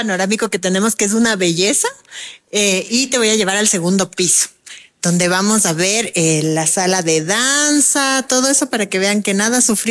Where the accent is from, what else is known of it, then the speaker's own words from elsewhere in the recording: Quito, Pichincha, Ecuador; el privilegio como quiteños, como quiteñas, como ciudadanos que tenemos de poder visitar y poder acceder a esto